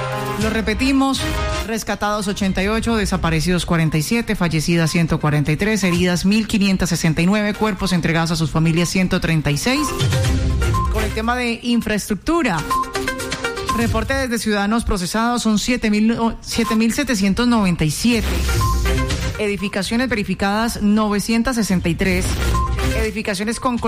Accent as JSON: {"language": "Spanish", "country": "Colombia", "said": "muy de recordarle a la gente que como colombianos nos hemos unido, nos unimos en una sola voz."}